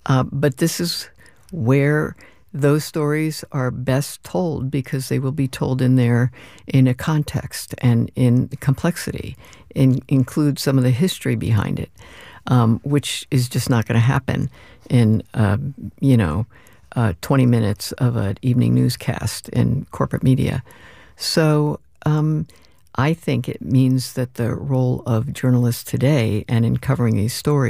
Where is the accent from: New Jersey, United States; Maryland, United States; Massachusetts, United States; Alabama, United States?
New Jersey, United States; If I did that, I'd be back in New Jersey.